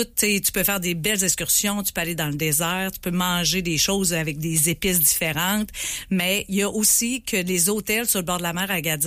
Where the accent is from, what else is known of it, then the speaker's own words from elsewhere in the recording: Quebec, Canada; accent: Québécois; Fait que quand ils entendent notre accent, oh mon Dieu, les Québécois!